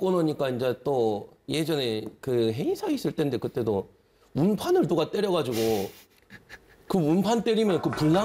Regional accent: South Jeolla, South Korea; 제가 전라남도 사람이잖아요.

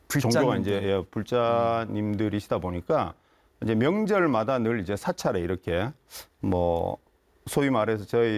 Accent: Yeongju, North Gyeongsang, South Korea; 저는 경북 영주가 제 고향입니다.

